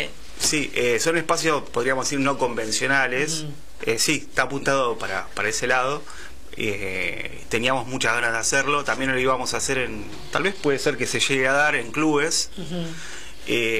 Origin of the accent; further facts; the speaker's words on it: Berazategui, Buenos Aires Province, Argentina; Somos todos de Berazategui. No, salvo una, el resto somos todos de Vera.